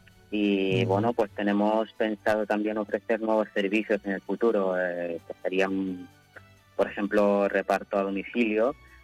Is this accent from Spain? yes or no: yes; Ceuta, Spain; somos de Ceuta y sabemos un poco las zonas mejores que las otras.